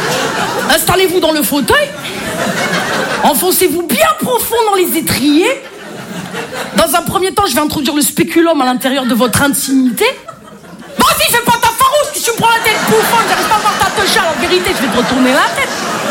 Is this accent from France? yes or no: yes; Marseille, Provence-Alpes-Côte d'Azur, France; accent: Marseille; Ah, je m'y connais en accent. Hein, je suis marseillaise.